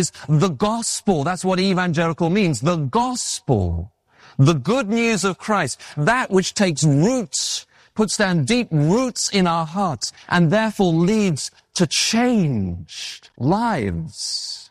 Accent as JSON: {"language": "English", "region": "England", "country": "United Kingdom", "moved": "as an adult", "lives_now": "United States"}